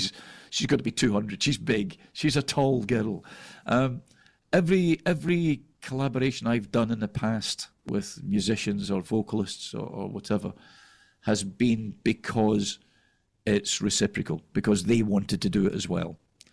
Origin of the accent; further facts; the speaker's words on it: Scotland, United Kingdom; they were a well-known band in Scotland, my home country at the time.